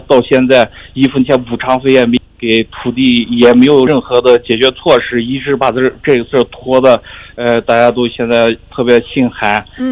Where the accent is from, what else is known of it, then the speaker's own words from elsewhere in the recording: Xinhe, Xinjiang, China; 那个我老家呢是阿克苏地区信和县的。信和县一街二月个镇托克切克村的。